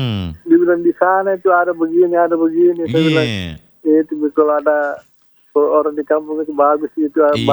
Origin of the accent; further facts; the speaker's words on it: Makassar, South Sulawesi, Indonesia; karena saya besar di Makassar.